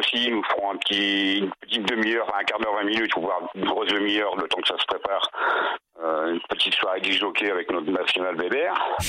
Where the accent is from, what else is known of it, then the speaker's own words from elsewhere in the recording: Hauts-de-France, France; parce qu'on est du Nord … parce que on est tous des routiers.